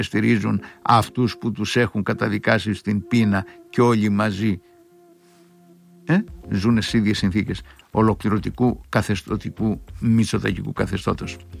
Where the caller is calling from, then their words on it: Zografou, Attica, Greece; από Ζωγράφο, καλημέρα Γιάννη